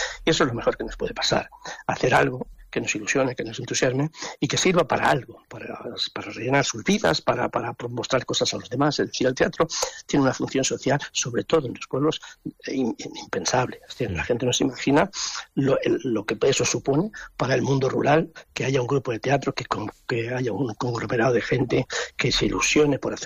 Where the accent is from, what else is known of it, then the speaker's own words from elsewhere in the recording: Granada, Andalusia, Spain; soy andaluz, granadino